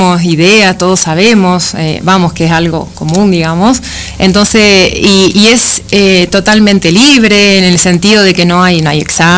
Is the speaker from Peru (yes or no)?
no; Misiones, Argentina; moved away; Del norte, de Misiones.